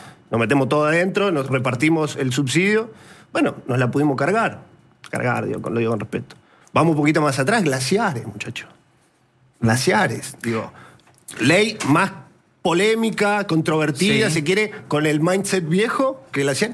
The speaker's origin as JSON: {"language": "Spanish", "town": "Villa Constitución", "region": "Santa Fe", "country": "Argentina", "moved": "as an adult", "lives_now": "Rosario, Argentina", "said": "yo soy de Villa Constitución."}